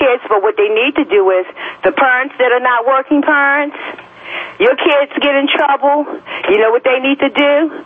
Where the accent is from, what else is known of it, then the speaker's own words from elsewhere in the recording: Baltimore, Maryland, United States; When I was a kid coming up in Baltimore